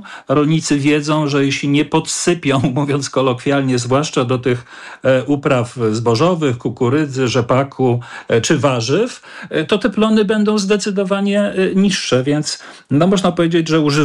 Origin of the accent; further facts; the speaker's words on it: Świętokrzyskie Voivodeship, Poland; ja też wywodzę się z rodziny rolniczej z Ponidzia, ze Świętokrzyskiego